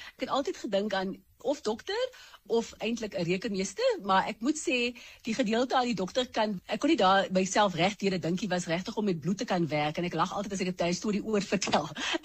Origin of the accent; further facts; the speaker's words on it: Johannesburg, Gauteng, South Africa; my ma kom van Mosselbaai en my pa van Oudtshoorn. So ek sien dit as my wortels. Maar ek het egter groot geword in Klipspruit Wes, 'n buurt in Eldorado Park in Johannesburg.